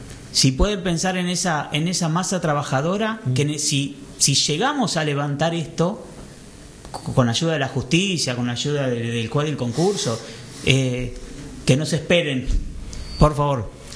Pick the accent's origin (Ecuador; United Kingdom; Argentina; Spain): Argentina; San Isidro, Buenos Aires Province; now in San Fernando, Argentina; somos de San Isidro. O sea, mis abuelos, mis padres nacieron en San Isidro. Y que bueno, vivo en San Fernando, vivo en Virreyes